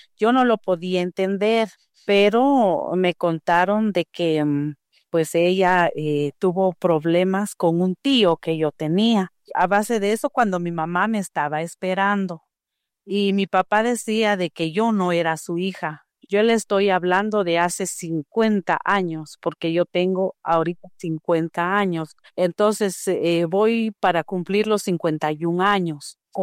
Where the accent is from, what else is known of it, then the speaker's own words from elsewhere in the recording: Guatemala; soy de Guatemala